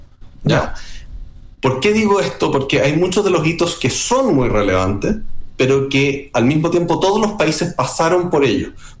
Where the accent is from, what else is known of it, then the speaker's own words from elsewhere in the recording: Chile; nosotros como chilenos, no es que seamos capaces de producir más